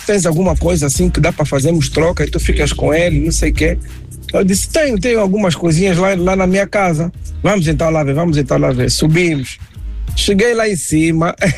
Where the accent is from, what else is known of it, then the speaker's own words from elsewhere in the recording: Angola; Quando era puto, lá em Angola, apareceu um gajo que me encontrou lá embaixo do prédio, no meu prédio